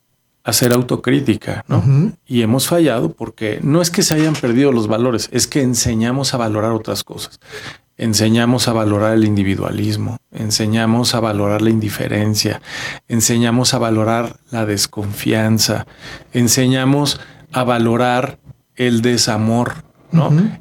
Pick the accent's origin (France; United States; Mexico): Mexico; así somos los mexicanos.